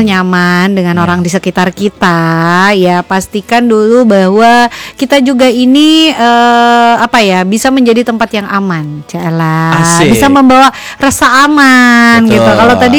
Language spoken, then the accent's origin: Indonesian; Manado, North Sulawesi, Indonesia; moved away; also born or lived in Bandung; Gue orang Manado, gue berani ngomong.